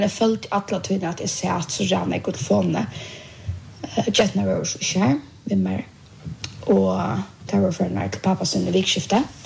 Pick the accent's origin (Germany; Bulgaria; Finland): Bulgaria; Swedish is a second language